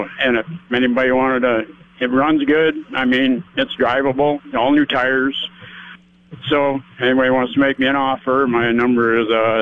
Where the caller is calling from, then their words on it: Wilmot, South Dakota, United States; we live in Wilmot.